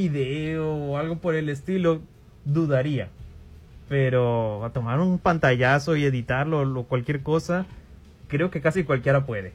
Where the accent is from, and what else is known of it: Mexico